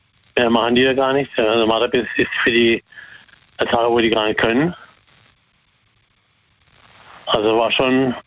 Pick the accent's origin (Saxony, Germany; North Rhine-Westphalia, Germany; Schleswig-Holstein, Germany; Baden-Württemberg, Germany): Baden-Württemberg, Germany; Karlsruhe; also born or lived in Ettlingen; now in Muggensturm, Germany; Ich bin gebürtiger Karlsruher. Und war dann bis 1999, habe ich in Ettlingen gewohnt.